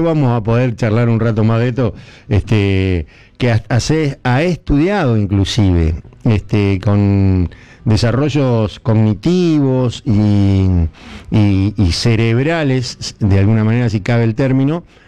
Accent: Argentina

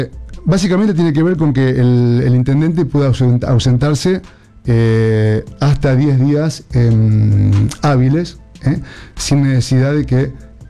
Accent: Santa Fe, Argentina

